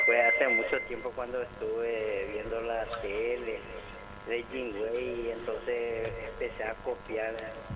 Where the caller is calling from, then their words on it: Asunción, Paraguay; soy de Sajonia.